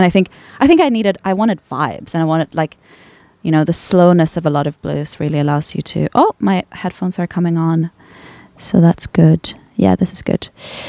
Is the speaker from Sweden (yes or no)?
yes; Gothenburg, Västra Götaland, Sweden; I grew up in Sweden. It wasn't like that was any, but the weird thing though is I'm from Gothenburg